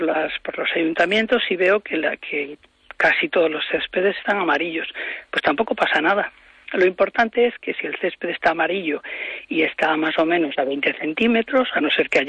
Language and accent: Spanish; Galicia, Spain; nosotros como gallegos estamos acostumbrados a ver verde siempre